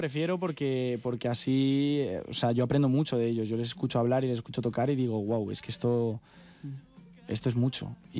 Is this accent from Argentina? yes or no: no; Valladolid, Castile and León, Spain; now in Madrid, Spain; Yo ahora que vivo en Madrid, yo todas las semanas me cojo un tren a Valladolid un día para estar con mi familia